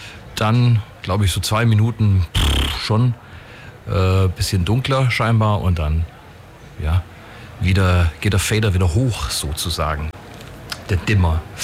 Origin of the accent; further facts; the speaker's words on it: Neu-Ulm district, Bavaria, Germany; Ich komme aus dem Landkreis Neu-Ulm.